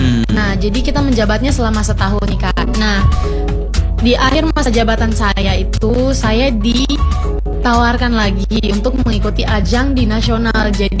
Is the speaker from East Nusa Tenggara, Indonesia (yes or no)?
no; Central Sulawesi, Indonesia; Karena saya berasal dari Sulawesi Tengah.